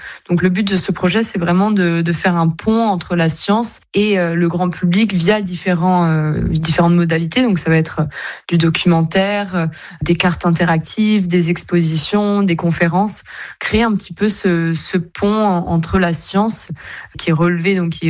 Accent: Corsica, France; bien qu'en tant que Corse, on soit proche de cet environnement

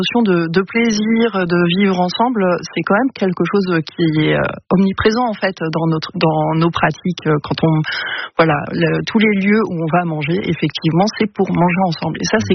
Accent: Belgium; now in Lille, France; Mais je viens de Belgique

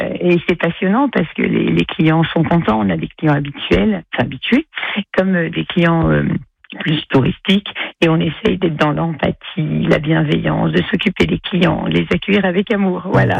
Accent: Annecy, Auvergne-Rhône-Alpes, France; moved away as an adult; also born or lived in Paris; Je suis originaire d'Annecy, on est originaire d'Annecy avec mon compagnon tous les deux. Donc j'ai quitté Annecy, j'ai été dans ce grand groupe pendant 20 ans et puis les montagnes me manquaient et Annecy me manquait beaucoup.

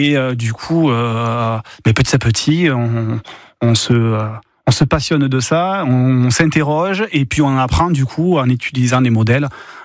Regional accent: Carcassonne, Occitanie, France; Je suis originaire de Carcassonne, dans l'Aude.

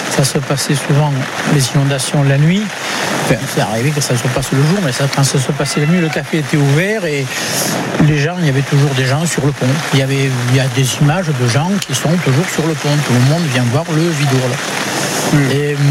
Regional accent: Sommières, Occitanie, France; also born or lived in Nîmes; Je ne suis pas né à Sommières. Je suis né à Nîmes, mais j'ai passé toute ma jeunesse à Sommières et toute ma retraite.

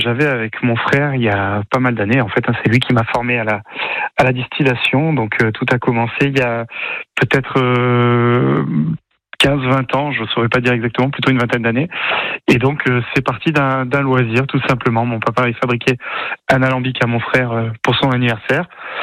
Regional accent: Auvergne-Rhône-Alpes, France; On est auvergnat. C'est vrai qu'on a toujours connu ça autour de nous.

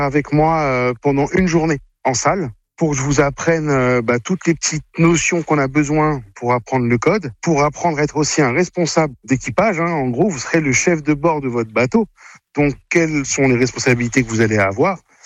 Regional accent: Corsica, France; also born or lived in Île-de-France; now in La Rochelle, France; moi je viens de Corse et je me suis installé sur l'île de France il n'y a pas très très longtemps.

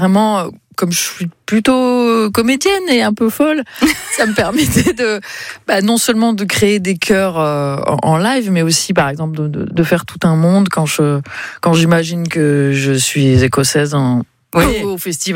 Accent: South, France; Attends, je suis du Sud.

